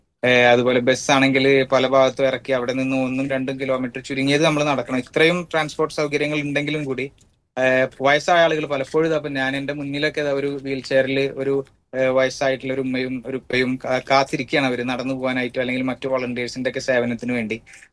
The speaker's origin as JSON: {"language": "Malayalam", "town": "Vaduthala", "region": "Kerala", "country": "India", "tie": "born or raised there", "moved": "as an adult", "lives_now": "Jeddah, Saudi Arabia", "said": "ഞാന് നാട്ടില് തൃശ്ശൂർ ജില്ലയില് കുന്നംകുളത്തിനടുത്ത് വടുതല എന്ന് പറയുന്ന സ്ഥലത്താണ് എന്റെ വീട്. അവിടെയാണ് എന്റെ സ്വദേശം, അവിടെയാണ് ഞാൻ ഉള്ളത്."}